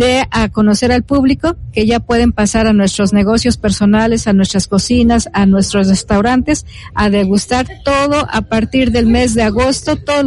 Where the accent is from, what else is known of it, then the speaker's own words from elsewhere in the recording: Puebla, Mexico; Nosotros venimos de esta zona que es la ruta, venimos de Nealtican, San Nicolás de los Ranchos, Santiago Xalicintla y otros municipios aledaños.